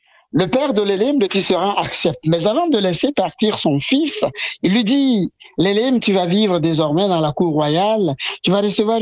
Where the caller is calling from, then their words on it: Lomé, Maritime, Togo; Alors, le Togo est un petit pays d'Afrique de l'Ouest.